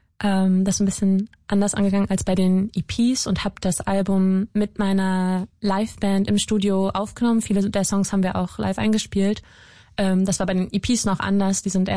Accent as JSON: {"language": "German", "town": "Hildesheim", "region": "Lower Saxony", "country": "Germany", "moved": "yes", "lives_now": "Hamburg, Germany", "said": "Ursprünglich komme ich aus der Nähe von Hannover."}